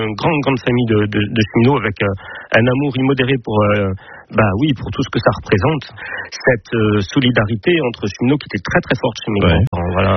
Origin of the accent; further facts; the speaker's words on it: Versailles, Île-de-France, France; also born or lived in Toulouse; Alors, je suis né à Toulouse, mais j'ai grandi à Versailles